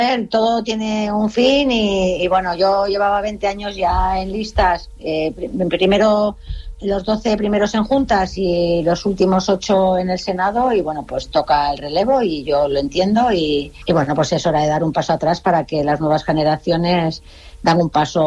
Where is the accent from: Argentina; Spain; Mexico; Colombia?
Spain; Basque Country; born there; also born or lived in Extremadura; le debo mucho también a mi tierra, porque si algo nos enseña Euskadi es que se ama mucho la tierra, ¿no? Y la pertenencia, y sobre todo los que pertenecemos a dos sitios, llegamos a querer de igual manera de dónde venimos y dónde nos hemos criado